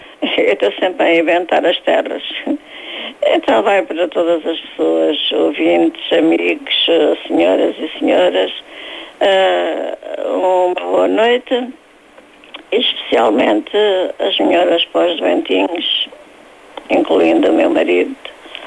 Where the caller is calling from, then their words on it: Alentejo, Portugal; Que sou do Alentejo.